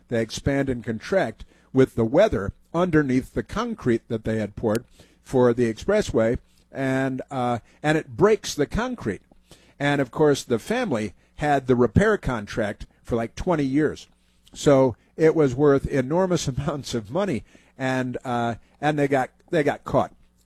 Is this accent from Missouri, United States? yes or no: no; Chicago, Illinois, United States; when I was a kid, growing up in Chicago, North Shore of Chicago